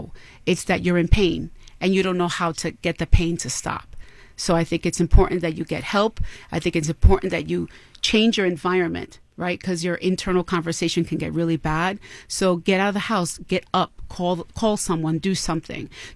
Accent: New York City, New York, United States; I'm originally from the Bronx.

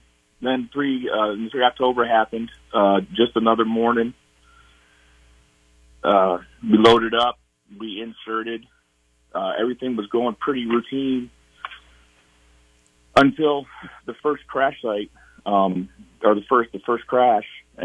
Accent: Cohocton, New York, United States; moved away as an adult; I grew up in Cohocton, New York, just about an hour south on 390. Graduated Cohocton High School, you know, played three sports, then left Cohocton for the military in 91

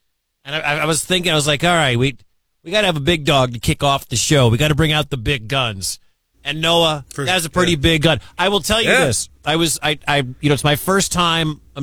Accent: Detroit, Michigan, United States; born there; I was born in Detroit. My first gig was in Ann Arbor.

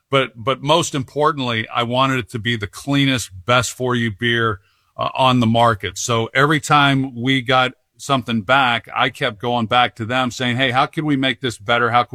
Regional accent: Oklahoma, United States; born there; I grew up in Oklahoma when my family moved there when I was 12 years old.

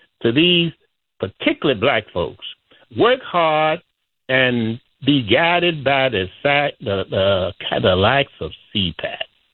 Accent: Chicago, Illinois, United States; I'm 81 years old. You and me come out of the same community. I grew up in Chicago. I graduated from Wendell Phillips, went to what was then Wilson College

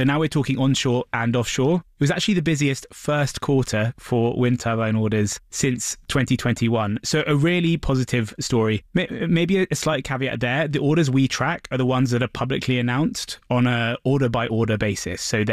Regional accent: United Kingdom; Well, I can proudly say as a Brit, the UK is a mainstay of the global wind sector

